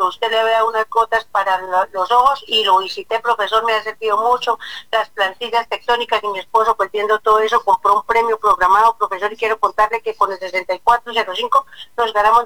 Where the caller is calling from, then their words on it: Cucaita, Boyacá, Colombia; Desde Cucaita, Boyacá.